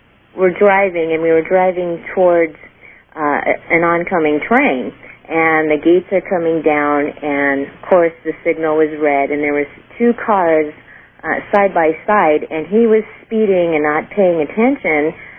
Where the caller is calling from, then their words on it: Burbank, California, United States; I'm sorry, I'm calling from Burbank.